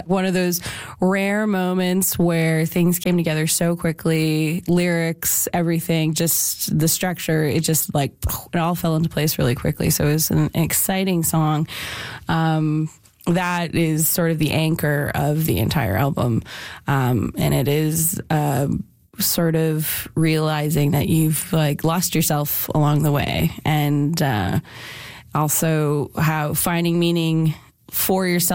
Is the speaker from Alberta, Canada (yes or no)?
yes; Calgary, Alberta, Canada; I come from Calgary, Alberta